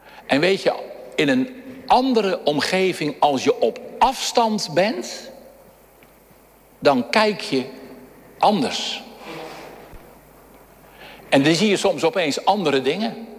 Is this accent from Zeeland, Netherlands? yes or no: no; Dirksland, South Holland, Netherlands; accent: Flakkees; moved away; also born or lived in Zwolle; we hebben een poosje gezellig Flakkees gepraat in de consistorie, want ik ben geboren op dit mooiste eiland van Nederland. Gorrie Overflakkee in Dirksland. Het deed mij denken aan mijn jeugd. Als kind groeide ik op in Dirksland